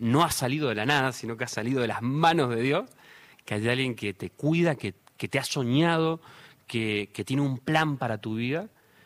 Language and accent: Spanish; Argentina; creo que Messi, como un argentino común que nos representa